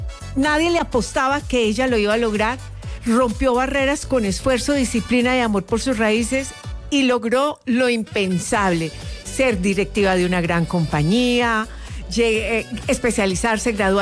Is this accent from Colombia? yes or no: yes; Eje Cafetero, Colombia; Esta vez no es de mi tierra cafetera. Imagínense que no es del eje cafetero.